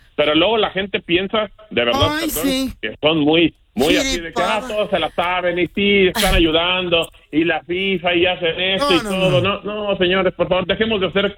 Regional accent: Mexico; que debemos de entender como mexicanos, que nos vemos mal, que esa imagen damos al mundo

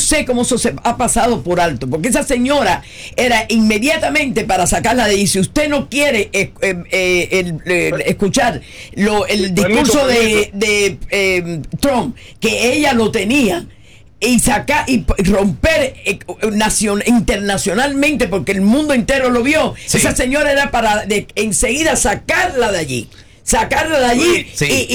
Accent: Cuba; now in United States; Mira, yo soy cubana. Yo soy cubana.

